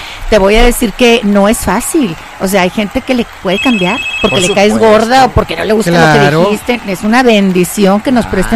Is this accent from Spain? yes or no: no; Monterrey, Nuevo León, Mexico; somos regios.